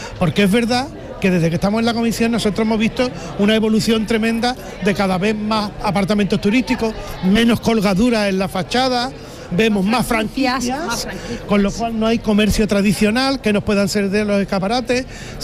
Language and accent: Spanish; Seville, Andalusia, Spain; simplemente somos sevillanos enamorados en esta ciudad